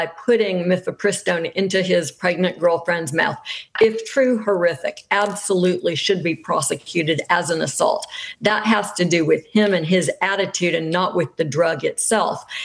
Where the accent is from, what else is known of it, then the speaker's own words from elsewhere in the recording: Alabama, United States; Katie Britt, my home state senator from Alabama